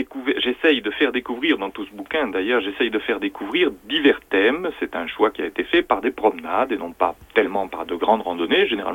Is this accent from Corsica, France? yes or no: no; Paris, Île-de-France, France; born there; moved away as an adult; Moi, je suis parti de Paris à 20 ans. J'avais fait des études à Paris. J'étais né à Paris bêtement, et puis j'avais des vacances en Auvergne.